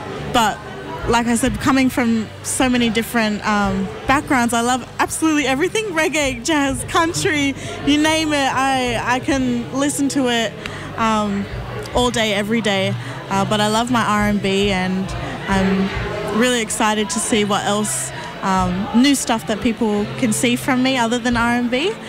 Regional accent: Campbelltown, New South Wales, Australia; born or raised there

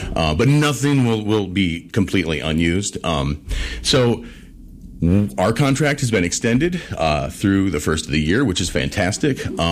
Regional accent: Grand Rapids, Michigan, United States; I've lived on the southeast side my entire life, too. I still do, and I plan to.

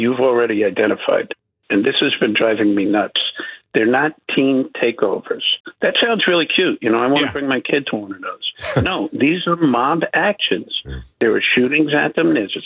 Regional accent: New York City, New York, United States; I grew up in the Bronx, New York, not exactly the best neighborhood on earth.

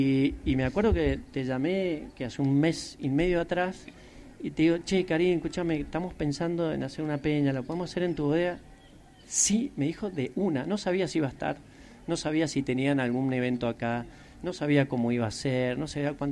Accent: Mendoza, Argentina; accent: Mendocino; nunca quisimos dejar de ser mendocinos, porque el hacer radio siendo mendocino es como un doble esfuerzo

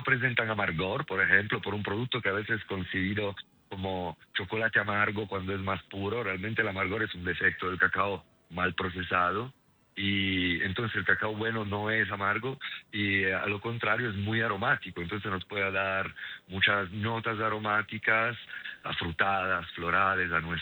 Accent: Italy; accent: Italian; Spanish is a second language; now in Colombia; pues por el acento, ¿no? Soy italiano

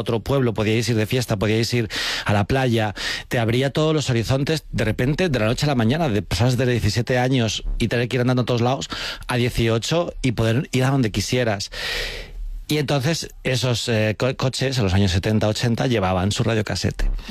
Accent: Alcorcón, Community of Madrid, Spain; Cuando me decían, ¿tú de dónde eres? Yo decía, Alcorcón.

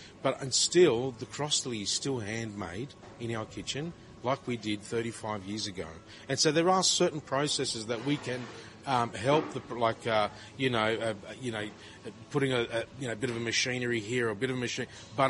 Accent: Sydney, New South Wales, Australia; And they say, where are you from? And I say, I'm from Sydney.

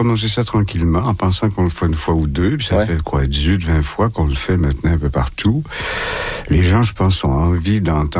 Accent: New Brunswick, Canada; Ben, on vient du Nouveau-Brunswick, nous autres.

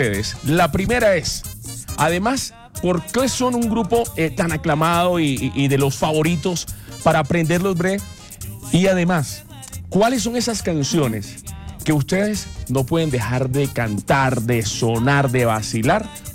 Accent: Barranquilla, Atlántico, Colombia; Vea, yo vengo de Barranquilla y lo primero que me dijeron fue, papi, aquí ibas a pasar a sabroso con los 50 Joselito.

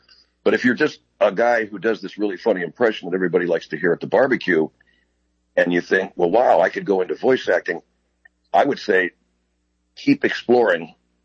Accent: Arcadia, California, United States; also born or lived in Pasadena, California; I grew up in Arcadia, California, Pasadena, California. I went to LaSalle High School, and then I went to Arcadia High School.

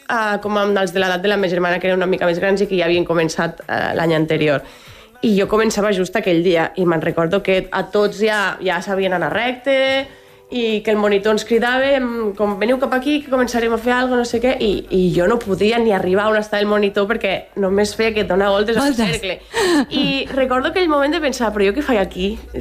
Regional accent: Arfa, Catalonia, Spain; also born or lived in La Seu d'Urgell; now in Andorra; Jo passo la meva infància a Arfa, un petit poble al costat de la Seu, que és d'on és la meva família.

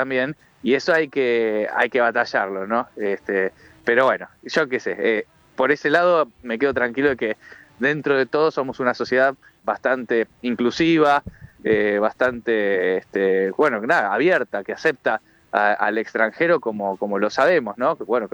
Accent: Argentina; lo bien que los habíamos tratado, lo fantástico que somos los argentinos.

